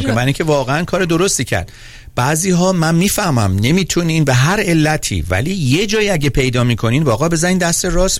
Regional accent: Iran; من از وقتی که تو ایران بزرگ شدم

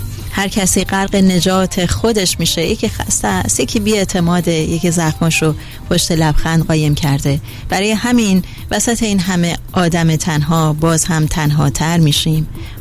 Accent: Iran; moved away; وقتی ما توی خارج از ایران هستیم

